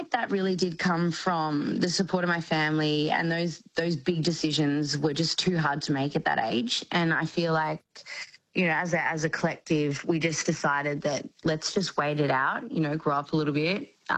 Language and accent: English; Melbourne, Victoria, Australia; I was a country girl. I grew up in the Yarra Valley in Melbourne, and that was just such a big thing for me.